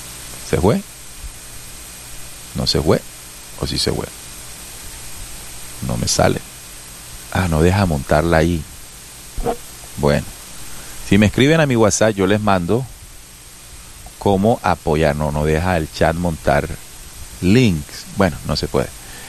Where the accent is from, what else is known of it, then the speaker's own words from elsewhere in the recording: Colombia; como ciudadanos, como colombianos